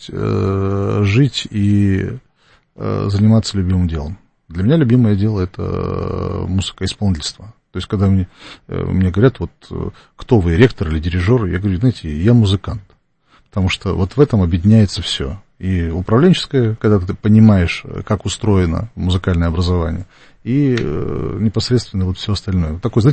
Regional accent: Siberia, Russia; как я ехал из Сибири поступать в Москву, в Гнесинку

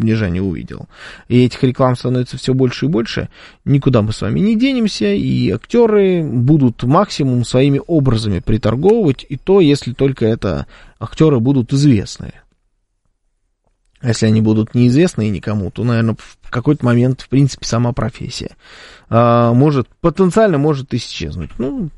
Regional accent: Moscow, Russia; accent: Moscow; У нас в России каждый пятый, наверное, двуязычный. А в Белгороде мне вообще заявили, что у меня московский акцент.

